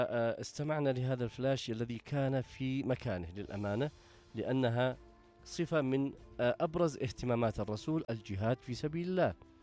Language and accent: Arabic; Yemen; احنا الآن الشعب اليمني